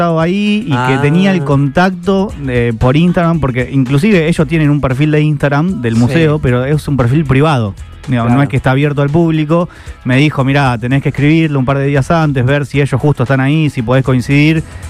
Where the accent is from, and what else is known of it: Argentina